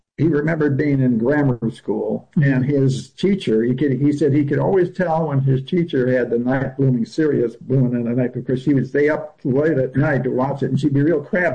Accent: Midwest, United States; born or raised there

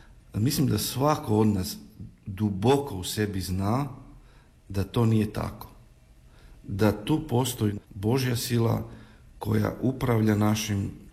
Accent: Croatia; tu kod nas u Hrvatskoj

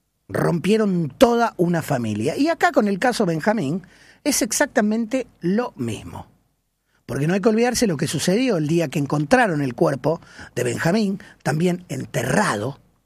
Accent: El Salvador; Sí, yo soy un lindo guanaco.

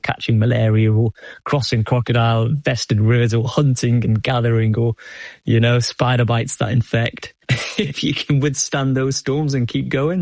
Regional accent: Old Colwyn, Wales, United Kingdom; born or raised there

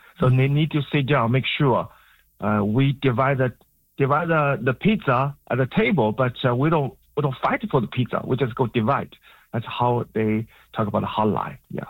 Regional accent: Canada; We, as Canadian, we want to at the table.

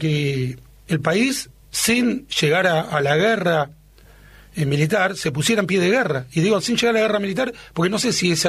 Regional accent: Argentina; los argentinos son mi pueblo, los judíos argentinos son mi pueblo en dos sentidos. Cuando Irán atacó a la Argentina, en la AMIA y antes en la Embajada de Israel, atacó a mi país, invadió mi nación

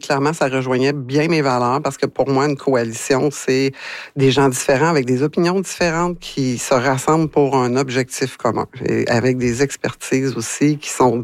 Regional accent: Val-d'Or, Quebec, Canada; une fille de l'Abitibi depuis toujours. Je suis née à Val-d'Or. Je me suis construite à Val-d'Or, comme je le dis à tous les jours. J'ai fait ma carrière à Val-d'Or. Je suis vraiment une fille d'ici

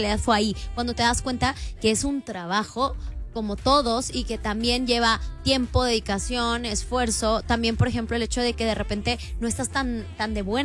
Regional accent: Guadalajara, Jalisco, Mexico; Entonces, literalmente, yo soy de Guadalajara. Entonces, me fui como a estudiar, me fui a viajar

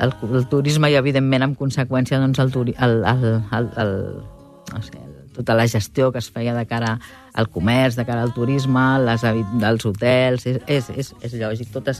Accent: Barcelona, Catalonia, Spain; A casa meva venim de la Barceloneta i jo vinc de família de tradició navegant

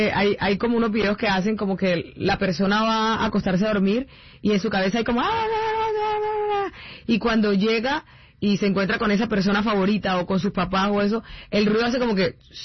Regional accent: Aguachica, Cesar, Colombia; also born or lived in Bogotá / Barranquilla / Bucaramanga; también trabajé un álbum desde mi tierra, Aguachica Cesar, que es mi pueblo, y me faltaba tener esa deuda pendiente con Valledupar

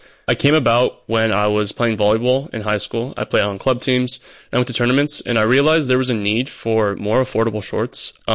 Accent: Sacramento, California, United States; I'm from Sacramento, California

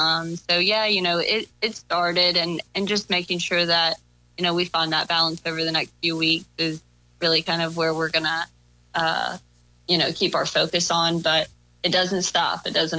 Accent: South Carolina, United States; and I grew up in South Carolina, and so I'm a little bit more Baptist myself.

